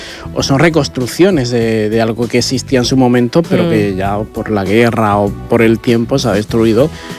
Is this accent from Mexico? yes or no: no; Sangonera, Region of Murcia, Spain; yo en mi pueblo, Sangonera